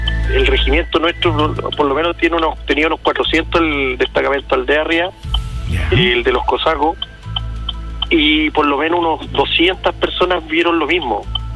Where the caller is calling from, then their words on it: Talcahuano, Biobío, Chile; Estoy llamando de Talcahuano, Los Cerros